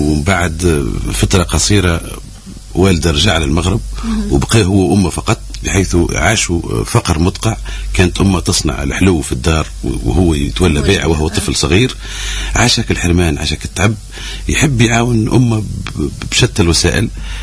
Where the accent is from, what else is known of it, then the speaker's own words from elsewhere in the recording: Tunisia; الأسلوب اللي موجود عندنا في جنوبنا الشرقي،